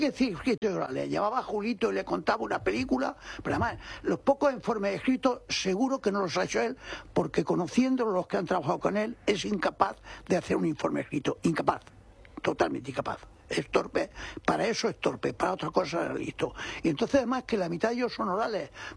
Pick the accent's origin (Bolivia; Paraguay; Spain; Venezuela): Spain; pero quiero decir que yo soy un español normal y que está preocupado con todos estos temas